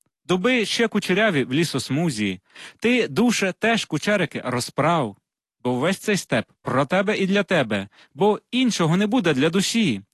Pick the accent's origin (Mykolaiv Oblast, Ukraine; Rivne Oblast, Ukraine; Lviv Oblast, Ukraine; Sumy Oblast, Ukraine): Mykolaiv Oblast, Ukraine; born there; Так як я народився на Миколаївщині, от, і це дуже край пістрявий стосовно різних племен, сарматів, скіфів, готів, гунів, там козаки потім і так далі.